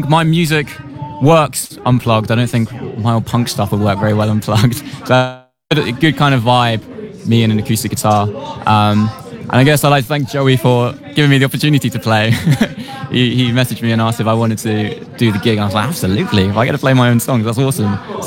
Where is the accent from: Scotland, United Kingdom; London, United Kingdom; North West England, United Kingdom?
London, United Kingdom; Yeah, I'm from Streatham, yeah.